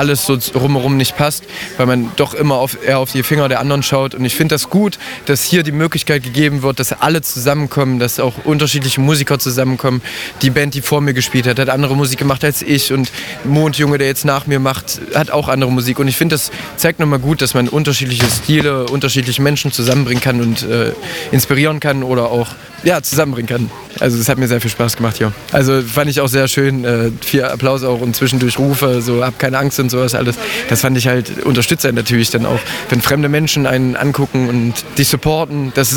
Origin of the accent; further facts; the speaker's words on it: Nachterstedt, Saxony-Anhalt, Germany; Ich komme aus Nachterstedt, liegt ja nicht weit von hier.